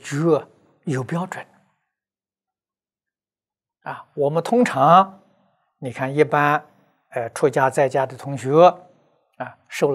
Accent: China

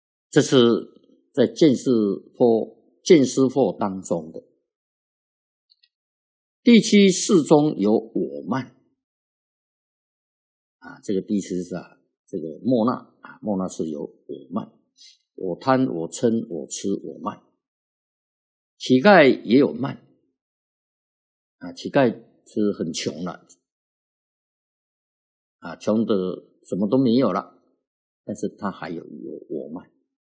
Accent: China

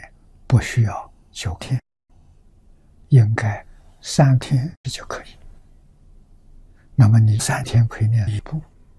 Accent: China; 我们中国人

